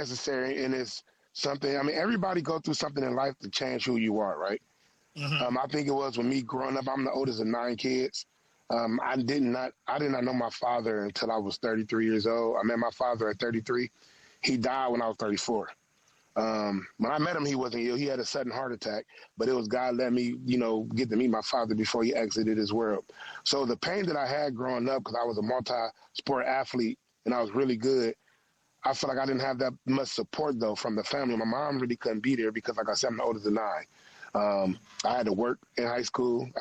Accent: Cleveland, Ohio, United States; because I felt a lot of pain growing up in Cleveland, Ohio.

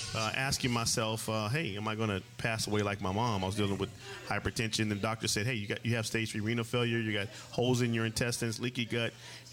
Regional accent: Pomona, California, United States; now in Temecula, United States

